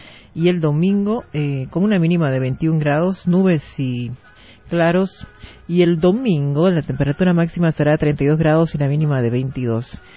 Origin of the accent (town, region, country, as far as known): Bolivia